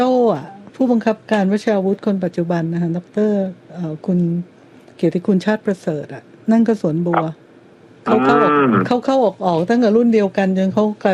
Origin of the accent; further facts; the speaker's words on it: Bangkok, Thailand; นั้นเป็นคนกรุงเทพค่ะเกิดที่กรุงเทพ